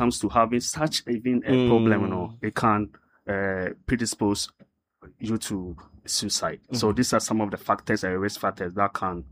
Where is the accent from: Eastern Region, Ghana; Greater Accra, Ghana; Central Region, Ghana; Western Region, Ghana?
Western Region, Ghana; Takoradi; Growing up in Takoradi, I knew a couple who had relationship issues.